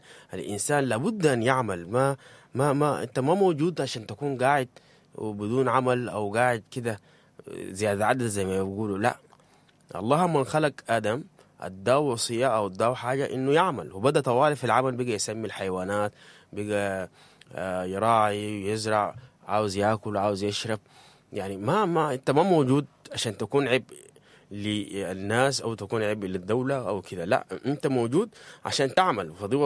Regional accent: Sudan; نحن كسودانيين

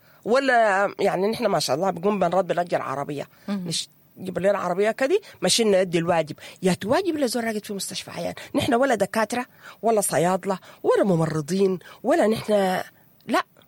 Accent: Sudan; نحن الشعب السوداني مشهورين بالاجتماعيات بتاعتنا

